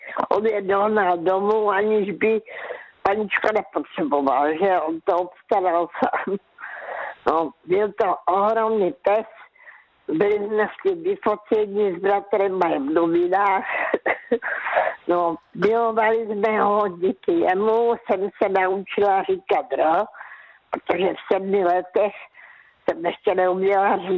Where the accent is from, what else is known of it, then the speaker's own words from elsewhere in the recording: Karolinka, Zlín Region, Czechia; born there; now in South Moravia, Czechia; Takže já jsem se narodila v Karolince, to byla vesnice, dneska je to městí.